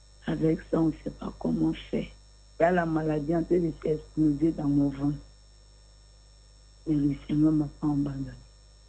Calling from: Abidjan, Côte d’Ivoire; J'appelle de Port-Boué.

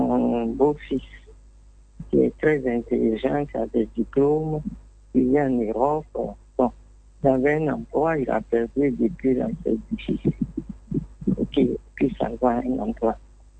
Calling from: Angers, Pays de la Loire, France; Je vous appelle d'Angers.

